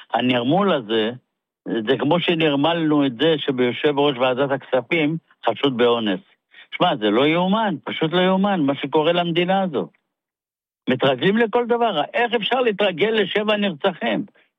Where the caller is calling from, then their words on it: Rishon LeZion, Central District, Israel; אני מראשון.